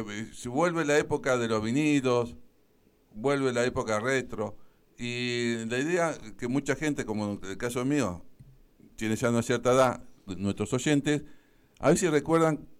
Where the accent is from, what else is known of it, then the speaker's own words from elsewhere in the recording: Lobería, Buenos Aires Province, Argentina; moved away; la nostalgia de mi pueblo en Lobería.